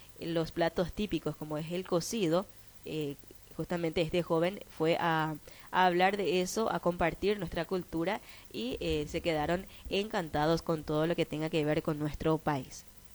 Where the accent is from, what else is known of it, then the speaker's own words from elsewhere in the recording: Paraguay; Actualmente soy el único paraguayo en el colegio y a todos les encanta aprender sobre nuestra cultura.